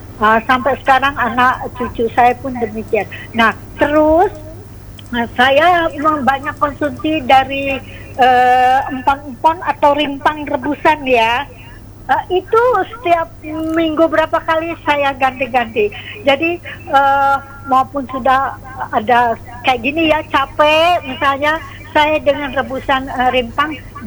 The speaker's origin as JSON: {"language": "Indonesian", "town": "Lembang", "region": "West Java", "country": "Indonesia", "said": "sebetulnya saya dari Lembang, Bandung, tapi posisi sedang ada di Cirebon dalam rangka ziarah makam-makam wali ya."}